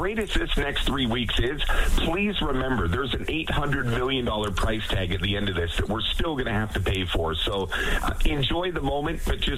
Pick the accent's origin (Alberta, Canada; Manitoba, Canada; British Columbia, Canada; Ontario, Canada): British Columbia, Canada; I never thought as a British Columbian I'd say it, but we've got forest fires that are sprouting up everywhere.